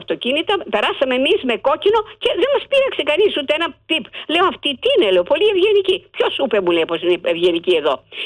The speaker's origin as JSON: {"language": "Greek", "town": "Ilioupoli", "region": "Attica", "country": "Greece", "tie": "born there", "said": "είμαι πάνω από 70 χρονών, έχω γεννηθεί στην Ηλιούπολη."}